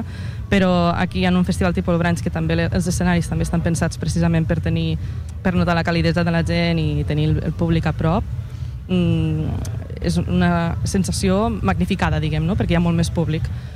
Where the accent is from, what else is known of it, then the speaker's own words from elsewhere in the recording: L'Ametlla de Mar, Catalonia, Spain; now in Barcelona, Spain; Jo sóc de l'Ametlla de Mar.